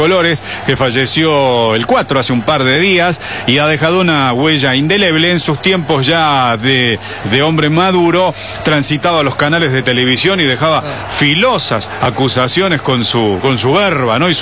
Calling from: Córdoba, Argentina; Buenas tardes … de Córdoba.

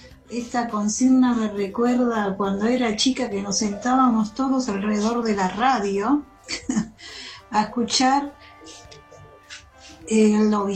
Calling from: Ramos Mejía, Buenos Aires Province, Argentina; de Ramos Mejías.

